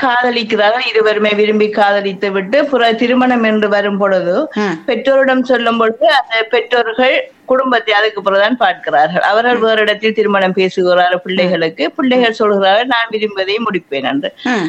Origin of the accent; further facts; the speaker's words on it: Muttur, Eastern Province, Sri Lanka; moved away as an adult; திருமணம் முடிந்து நான் திருவண்ணாமலைக்கு போய்விட்டேன், எனது ஊர் மூதூர்